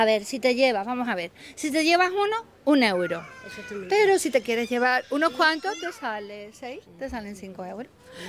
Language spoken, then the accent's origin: Spanish; Seville, Andalusia, Spain; Soy de Sevilla Este también. La segunda familia que me encuentro de Sevilla Este.